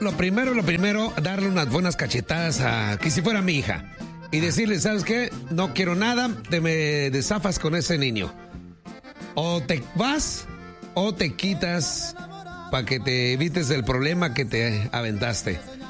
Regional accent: Michoacán, Mexico; De puro las guacamayas, Michoacán.

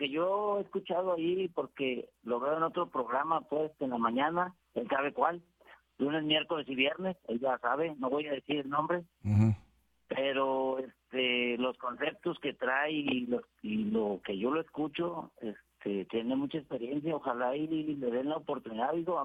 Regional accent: Monterrey, Nuevo León, Mexico; Sí, yo vivo, yo soy de Monterrey.

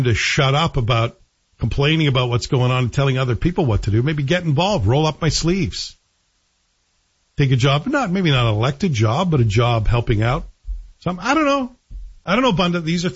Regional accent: Toronto, Ontario, Canada; also born or lived in Glasgow; I do kind of miss my hometown a bit, which I consider to be Toronto. It's where I spent my most formative years. Certainly not moving back to Glasgow, I'll tell you that right now.

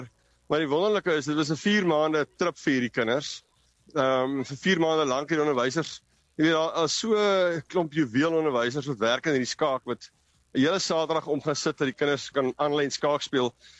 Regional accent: Potchefstroom, North West, South Africa; ek kom nou van Potchef, ek was lank in my lewe in Potchef

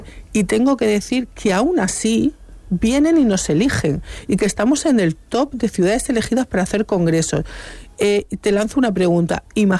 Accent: Cartagena, Region of Murcia, Spain; Porque yo ni soy cartagenera, ni soy cartaginesa ni soy romana, soy cartagenera

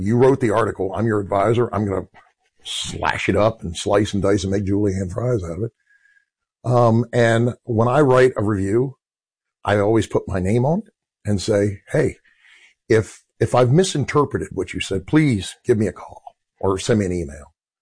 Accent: High Island, Texas, United States; when I was a kid growing up on High Island, there wasn't much to do.

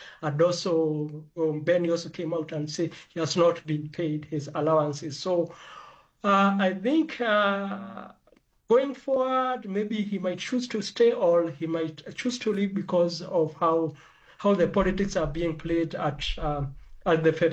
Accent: Kenya

